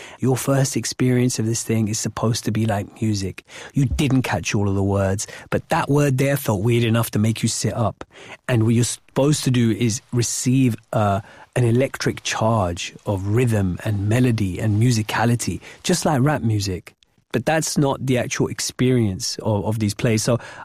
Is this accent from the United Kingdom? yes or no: yes; Wembley, London, United Kingdom; born or raised there